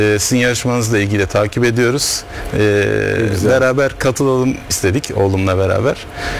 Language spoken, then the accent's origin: Turkish; Istanbul, Turkey; born there; 1976 İstanbul doğumluyum.